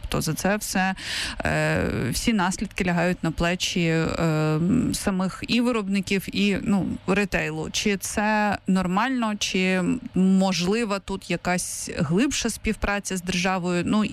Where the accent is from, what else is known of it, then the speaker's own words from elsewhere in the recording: Kyiv, Ukraine; я як киянка не бачу цього наразі в магазинах.